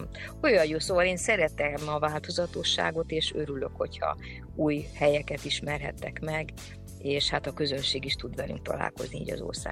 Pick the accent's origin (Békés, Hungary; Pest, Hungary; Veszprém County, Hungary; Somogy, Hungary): Somogy, Hungary; Kaposvár; born there; Hát Somogyi vagyok, kaposvári születés